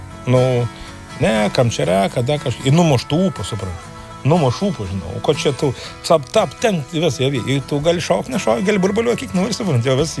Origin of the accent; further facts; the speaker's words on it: Viekšniai, Telšiai County, Lithuania; aš sakau, aš esu Viekšniškis ir aš kaip, nu, sakau visiems ir sakau, aš iš Viekšnių